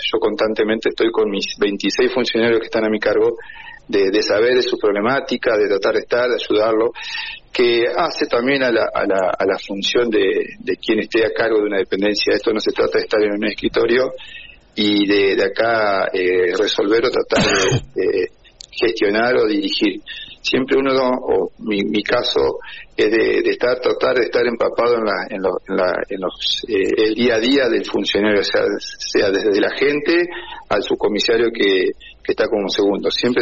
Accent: Diamante, Entre Ríos, Argentina; now in Aldea Valle María, Argentina; Yo soy oriundo de Diamante, vivo en lo que es aldea Valle María

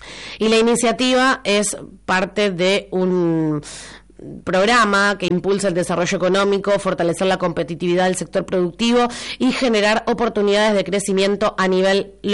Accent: Argentina

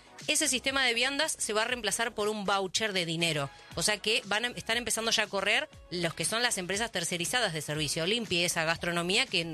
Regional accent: Argentina; Está el rebusque porque somos los argentinos, somos buscas y vas haciendo changuitas y sumando

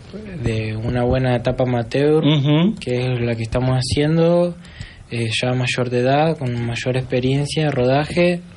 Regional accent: Puerto San Julián, Santa Cruz, Argentina; de Puerto San Julián también, boxeador.

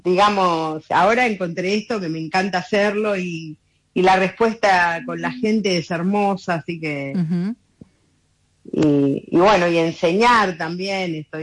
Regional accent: Buenos Aires, Argentina; moved away; yo soy del Bajo Flores.

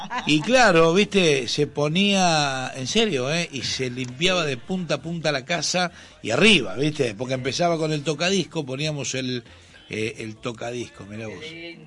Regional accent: Buenos Aires, Argentina; en mi barrio, en la República de Mataderos, pasaba el lechero.

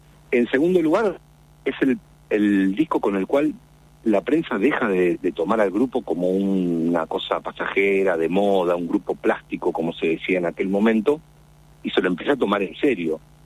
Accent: Rosario, Santa Fe, Argentina; yo soy de Rosario

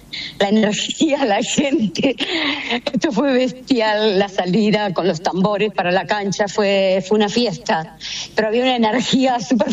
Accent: Argentina; obviamente que dentro del estadio algo va a pasar porque somos argentinos, ¿no? Y tenemos la sangre caliente.

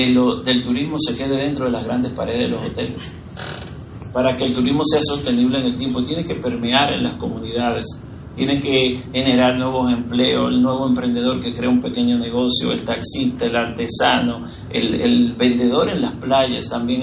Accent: Dominican Republic

